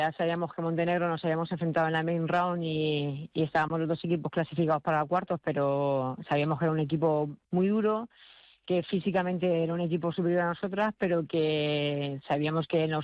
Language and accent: Spanish; Alcalá de Henares, Community of Madrid, Spain; moved away as an adult; also born or lived in Almería / Elche / Germany; yo soy de Alcalá de Henares.